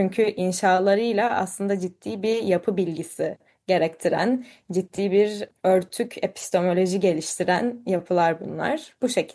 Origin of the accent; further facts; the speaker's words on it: Fenerbahçe, Istanbul, Turkey; Ben Fenerbahçe'de büyüdüm.